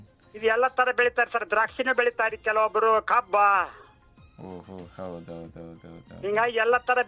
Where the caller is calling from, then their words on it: Karnataka, India; accent: North Karnataka; ನಮ್ಮ ಉತ್ತರ ಕರ್ನಾಟಕದ ಕಡೆ ಅದಂದ್ರಿ, ನಾವು ಮಾತಾಡಿದ್ರು ನಮ್ದು ಎಲ್ಲಕ್ಕಿಂತ ಸ್ಪೀಡ್ ರೀ ಸರ್